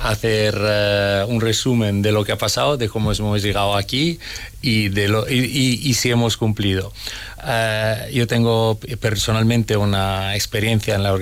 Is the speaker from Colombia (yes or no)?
no; Italy; Spanish is a second language; moved away as an adult; now in Logroño, Spain; un poquito más de italiano, pero bueno, ya tengo mi ciudadanía, ya tengo mi nacionalidad española